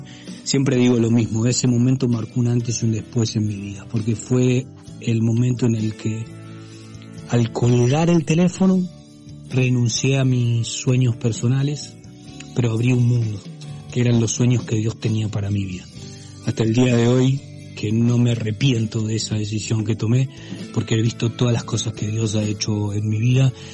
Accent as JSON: {"language": "Spanish", "country": "Argentina", "said": "soy argentino."}